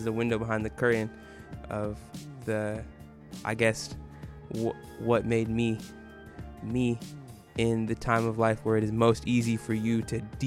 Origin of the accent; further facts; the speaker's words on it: Atlanta, Georgia, United States; I'm from Atlanta.